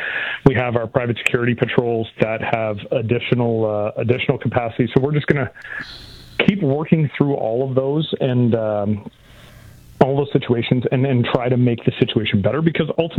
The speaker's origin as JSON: {"language": "English", "region": "Nova Scotia", "country": "Canada", "said": "I'm from Nova Scotia, and so, like, that's where I was originally born. My dad was in the Navy, so that's how I wound up out there, and they're a good Nova Scotia band."}